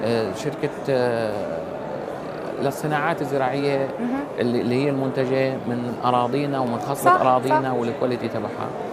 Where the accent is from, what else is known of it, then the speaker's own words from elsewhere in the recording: Syria; moved away; نحن المستثمرين السوريين اللي نجحوا خارج البلد